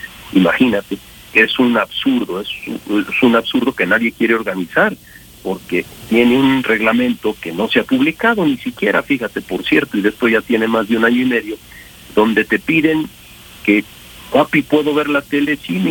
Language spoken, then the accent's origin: Spanish; Mexico; nos da un rasgo de identidad como mexicanos.